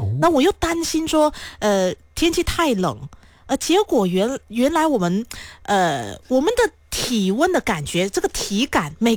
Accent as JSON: {"language": "Chinese", "country": "Malaysia", "said": "我们马来西亚人比较怕热"}